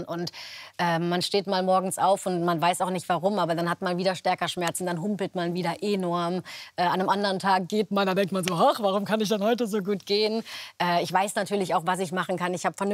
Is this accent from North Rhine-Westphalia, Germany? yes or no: yes; Cologne, North Rhine-Westphalia, Germany; born or raised there